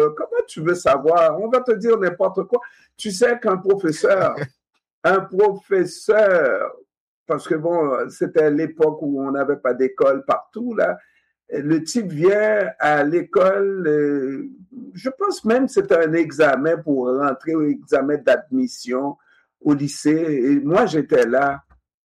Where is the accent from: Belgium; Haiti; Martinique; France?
Haiti; Artibonite; je me dis, Asma devrait visiter l'Artibonite, mon coin de pays, un endroit qui s'appelle Poto.